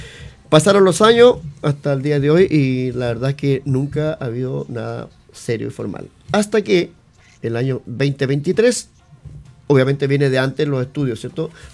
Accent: Osorno, Los Lagos, Chile; Muy bien. Bueno, mira, yo nací en Osorno, soy osornino.

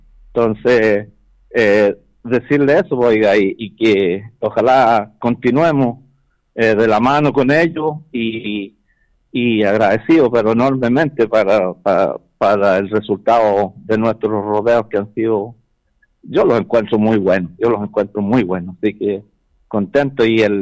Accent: Chile

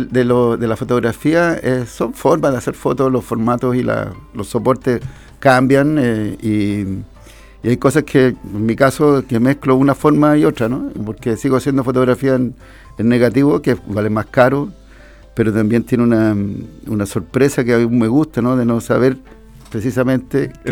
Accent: Santiago, Santiago Metropolitan Region, Chile; Yo soy de Santiago, pero hijo de inmigrantes. Siempre lo digo porque mi mamá es del norte, mi papá es del sur, pero se conocieron en Santiago.

